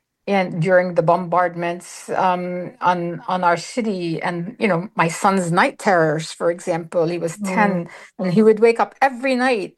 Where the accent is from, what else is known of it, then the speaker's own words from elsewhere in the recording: Ramallah, West Bank, Palestine; moved away; also born or lived in Jerusalem; And my father's family are from Ramallah. And I was born and raised in Jerusalem and raised in Ramallah for most of my life.